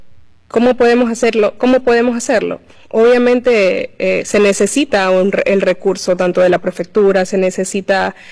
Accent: Flavio Alfaro, Manabí, Ecuador; moved away as an adult; Yo como joven, que soy de Flavio Alfaro, también me tocó salir de mi cantón por un tiempo para poderme preparar, para poder obtener un trabajo.

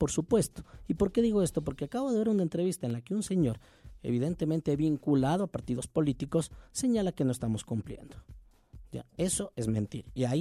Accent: Conocoto, Pichincha, Ecuador; todos los que somos de Conocoto, porque yo desde guagua he sido criado en Conocoto

